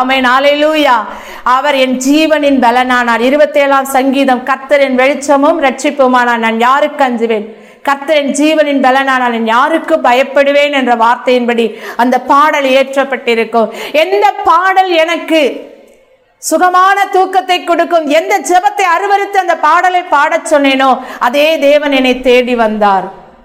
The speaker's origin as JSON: {"language": "Tamil", "town": "Thoothukudi", "region": "Tamil Nadu", "country": "India", "tie": "born there", "also_born_or_lived": "Tirunelveli", "said": "தூத்துக்குடியில டூவிபுரத்தில் இருக்கிற அந்த சிஎஸ்ஐ ஸ்கூல்ல நான் படித்து கொண்டிருந்தேன்."}